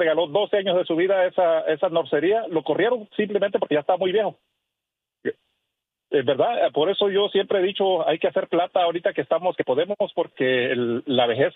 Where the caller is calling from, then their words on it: Mississippi, United States; ahorita ando aquí en Alabama, yo soy de Mississippi, pero vengo a Alabama